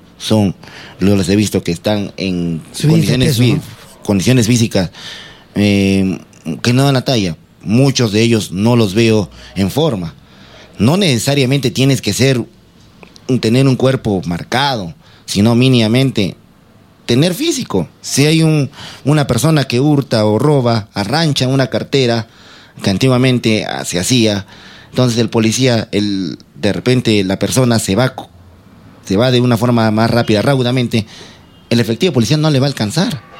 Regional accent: Peru

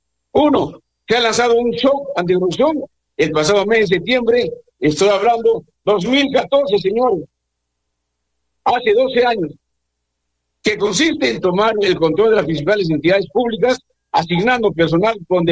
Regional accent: Arequipa, Peru; como arequipeños que somos, como characatos que somos

